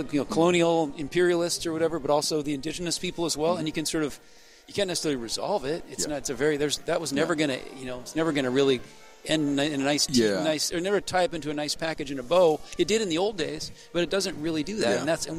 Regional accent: Kirkland, Washington, United States; my hometown of Kirkland, Washington.

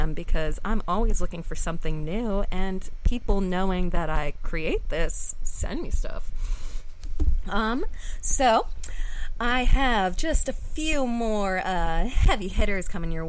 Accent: Florida, United States; Mind you, I do like a good Florida shout-out just because, well, I am from Florida.

